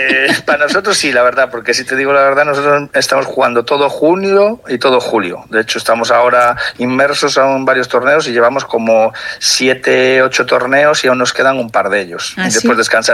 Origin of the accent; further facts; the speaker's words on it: Vigo, Galicia, Spain; somos casi todas de Vigo, yo incluido.